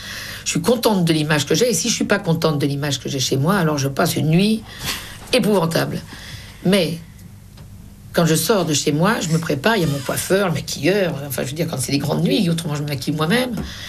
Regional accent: Paris, Île-de-France, France; Je venais de Belleville, du café de mon père.

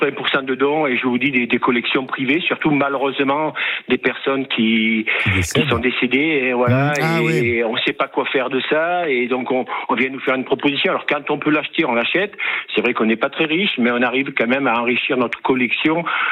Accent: Auvergne-Rhône-Alpes, France; moi, je suis pas du Gers, comme vous avez dit tout à l'heure, je suis de Rhône-Alpes.

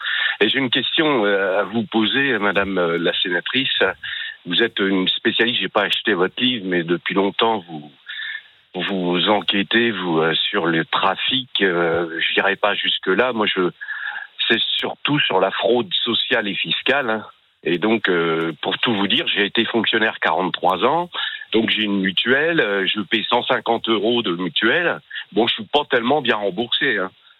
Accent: Normandy, France; Oui, donc je suis originaire de l'Orne, j'habite entre Le Mel-sur-Sarthe et Mortagne-au-Perche, voilà, pour situer un peu la localisation.

